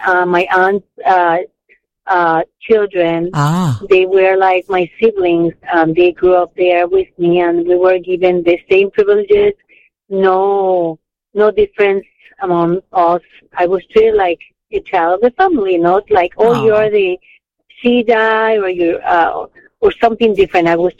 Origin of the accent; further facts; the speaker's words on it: Puerto Rico; accent: Puerto Rican; moved away; I was born in Puerto Rico in the center of the island